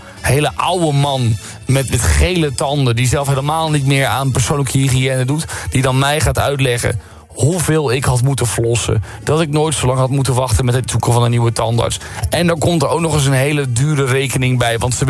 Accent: Middelburg, Zeeland, Netherlands; now in Utrecht, Netherlands; Ik heb 2,5 jaar geleden mijn tandarts in Middelburg, waar ik vandaan kom, opgezegd.

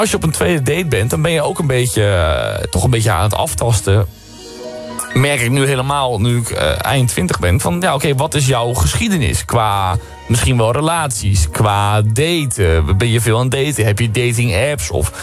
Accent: Utrecht, Netherlands; Zelf kom ik uit Utrecht.

